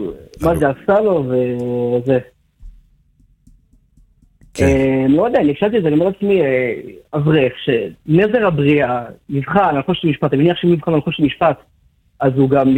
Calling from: Ashdod, Southern District, Israel

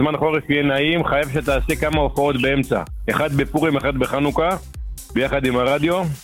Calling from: Jerusalem, Jerusalem District, Israel; מירושלים, בטח מירושלים.

